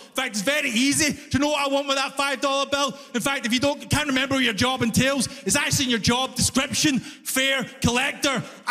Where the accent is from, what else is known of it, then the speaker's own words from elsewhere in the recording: Glasgow, Scotland, United Kingdom; I'm from Glasgow, right? If you don't know, Glasgow is the knife crime capital of Europe. Every single Glaswegian person is a psychopath, including me. You do not want to mess with Scottish people, you know?